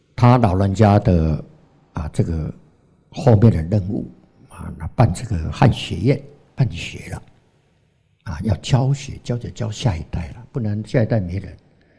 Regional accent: Taiwan; accent: Taiwanese; 老板娘听到我们是台湾口音的啊，讲台语的就特别亲切呀

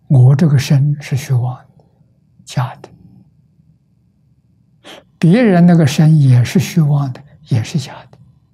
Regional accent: China

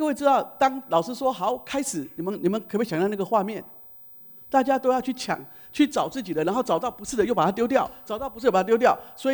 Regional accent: Taiwan; 你知道我们台湾人哦，超级热心，对不对？

